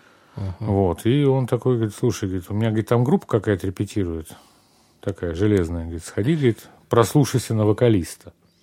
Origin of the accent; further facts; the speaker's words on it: Moscow, Russia; also born or lived in Kyiv; Ну, как сразу? Ну, в 2 годика меня увезли в Москву дед с бабкой.